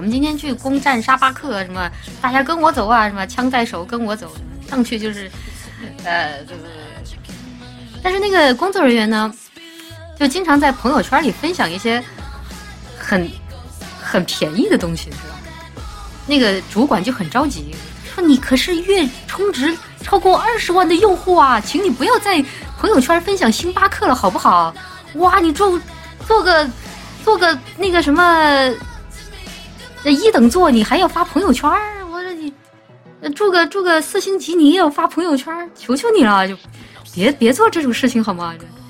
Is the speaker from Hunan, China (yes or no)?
yes; Hunan, China; 我也是湖南人呐、啊。我妈妈是湖南的，我爸爸是重庆的，我是混血。强强联手，特别能吃辣